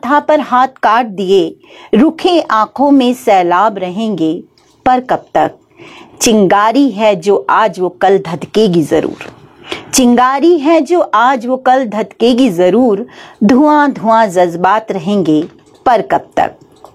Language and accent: Hindi; Uttarakhand, India; तो हम अपने उसमें देखें तो हमारे लिए गढ़वाली, कुमाऊनी, जौनसारी, ये भाषाएं जो हैं, ये भाषाएं हमारी मातृभाषा हम इनको कह सकते हैं।